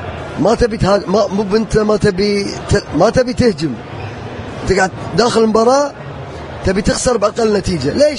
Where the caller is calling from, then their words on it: Qatar